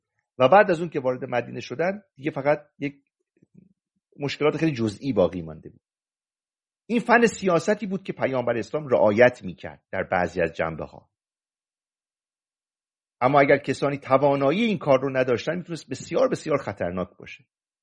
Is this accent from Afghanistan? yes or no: no; Mazandaran, Iran